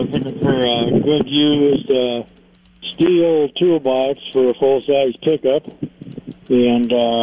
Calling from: Irene, South Dakota, United States; from Irene.

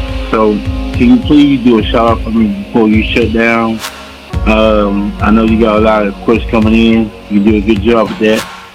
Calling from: Tulsa, Oklahoma, United States; I'm calling from Tulsa, Oklahoma.

